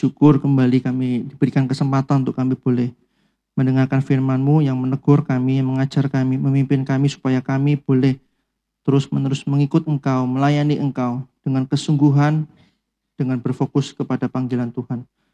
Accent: Java, Indonesia; accent: medok; pernah kuliah di sebuah kampus swasta di Surabaya, jurusan sastra Inggris. Tapi jangan tanya Inggris ke saya, karena medok saudara, gak enak.

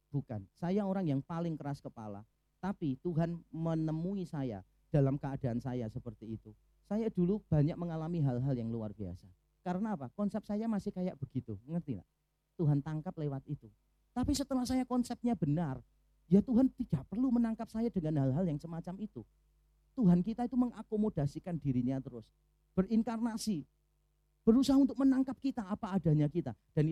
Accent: Semarang, Central Java, Indonesia; moved away; saya berasal dari Semarang.

